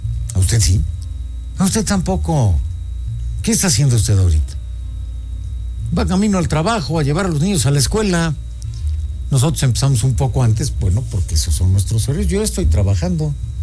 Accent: Mexico; No somos eso los mexicanos.

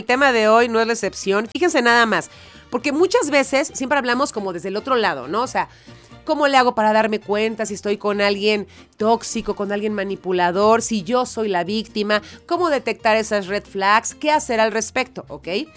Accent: Mexico; Nos encanta festejar el ser mexicanos porque somos tanto como mexicanos.

